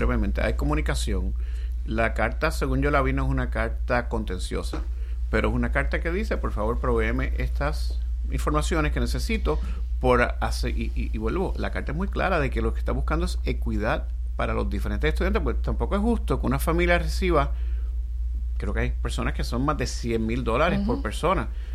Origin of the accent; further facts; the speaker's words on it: Puerto Rico; Como puertorriqueño, yo digo, no me gusta que me impongan las cosas.